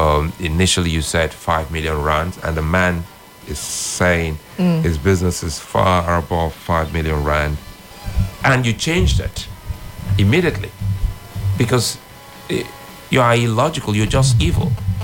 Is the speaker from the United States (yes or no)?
no; Nigeria